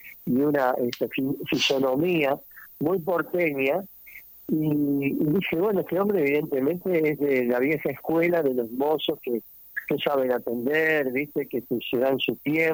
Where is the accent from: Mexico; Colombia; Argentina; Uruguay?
Uruguay; ¿usted es uruguayo? Sí, le digo.